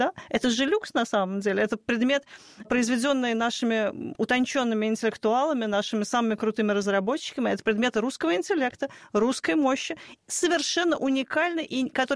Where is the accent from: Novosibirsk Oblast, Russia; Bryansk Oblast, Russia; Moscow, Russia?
Moscow, Russia; Я вот коренная москвичка, для меня Никитская.